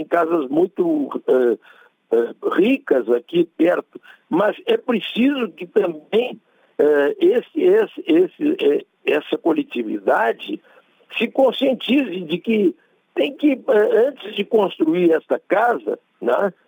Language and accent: Portuguese; Rio Grande do Sul, Brazil; eu estou falando particularmente aqui do Rio Grande do Sul, porque sou gaúcho e vivo aqui